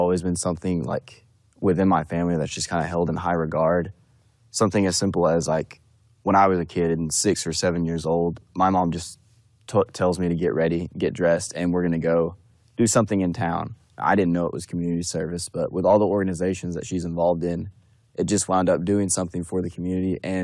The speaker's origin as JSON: {"language": "English", "town": "Stilwell", "region": "Oklahoma", "country": "United States", "moved": "as an adult", "lives_now": "Tahlequah, United States", "said": "I'm originally from Stillwell, Oklahoma."}